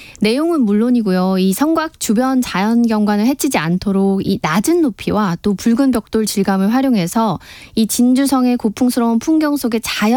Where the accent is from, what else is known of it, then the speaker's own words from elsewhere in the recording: Miryang, South Gyeongsang, South Korea; 밀양이 제 고향이잖아요.